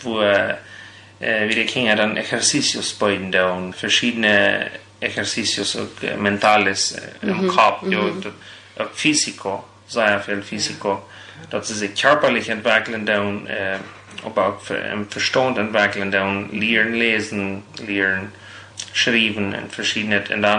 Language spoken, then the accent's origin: German; Chihuahua, Mexico; also born or lived in Rubio, Chihuahua; Ich bin in Rubio geboren, so dass du von Coctemoc 40 Kilometer nur Norden. Ja, du sind ich dann auf der Swift-Kolonie abgewachsen